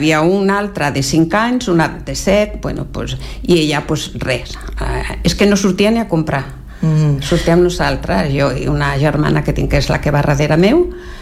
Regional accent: Puente Genil, Andalusia, Spain; born there; un que és d'on jo vaig néixer, que abans pertanyia a Sevilla, que es diu Miragenil. I jo vaig néixer a Miragenil.

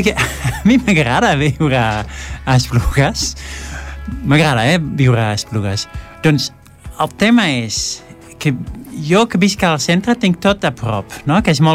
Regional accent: Netherlands; first language Dutch; Catalan is a second language; now in Spain; Com jo sóc holandès, parlo en holandès amb els meus fills.

